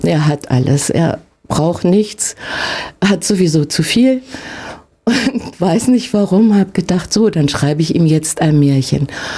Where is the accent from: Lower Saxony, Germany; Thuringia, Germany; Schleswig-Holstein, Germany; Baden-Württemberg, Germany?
Thuringia, Germany; Heilbad Heiligenstadt; born there; moved away as an adult; now in Lengenfeld, Germany; Ich bin in Heiligenstadt geboren, also nicht weit von hier, und vor etwa 30 Jahren nach Lengenfeld gezogen